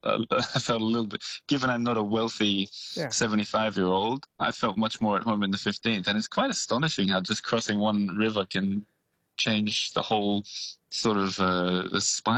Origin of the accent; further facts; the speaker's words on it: Australia; now in Paris, France; And firstly, as an Australian, one of the things I miss from living in a big city like this